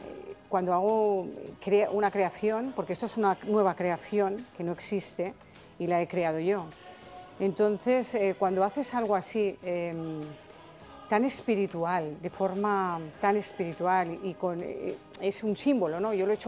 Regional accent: Catalonia, Spain; moved away as an adult; now in Aragon, Spain; yo soy una catalana, pero muy aragonesa. Entonces, quería hacer algo por mi tierra, ¿no? Por donde llevo muchos años, más de 40 años viviendo, en Aragón.

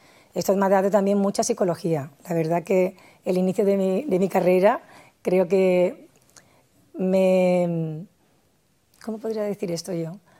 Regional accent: Andalusia, Spain

